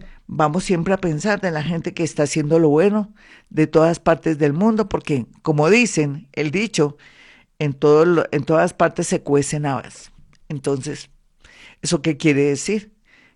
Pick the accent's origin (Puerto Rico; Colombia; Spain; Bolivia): Colombia; todo lo que somos los colombianos, músicos, no terminaría, como los hay en todas partes, pero es que Colombia es Colombia.